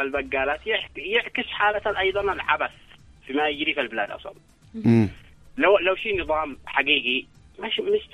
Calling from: Yemen; احنا عندنا في اليمن

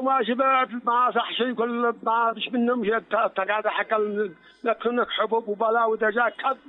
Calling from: Sanaa, Yemen

